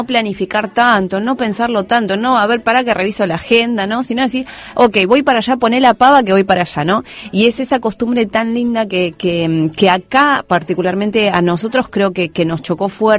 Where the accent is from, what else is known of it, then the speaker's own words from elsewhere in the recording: Argentina; O como decimos en Argentina, ahí va otra